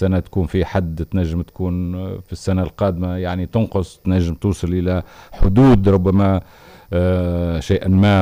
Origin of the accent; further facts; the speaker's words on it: Tunisia; عندنا في تونس